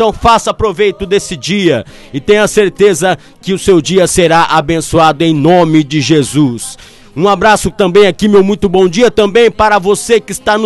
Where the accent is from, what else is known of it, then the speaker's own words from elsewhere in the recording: Apiaí, São Paulo, Brazil; moved away; Eita, tá lá na minha terrinha, Apiaí.